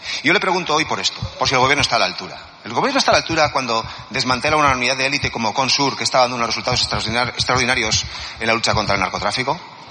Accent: Spain; Señor ministro, somos muchos los españoles los que debemos nuestra libertad y nuestra vida a la Guardia Civil.

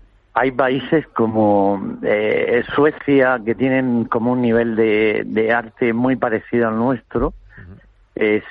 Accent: Region of Murcia, Spain; El lugar de origen mío, claro, de mi tierra, de Murcia.

